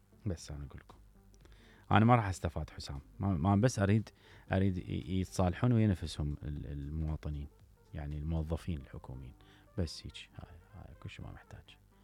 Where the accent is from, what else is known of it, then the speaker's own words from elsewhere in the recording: Iraq; عندنا بالعراق